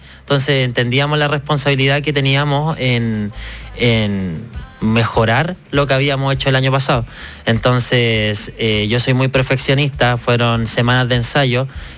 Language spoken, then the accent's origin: Spanish; Curacaví, Santiago Metropolitan Region, Chile; yo soy de Curacaví, la tierra de los dulces, de los dulces chilenos y las chichas, donde hay mucho talento, donde hay mucho deportista, mucho cantante, mucho músico, de todo, allá encuentro de todo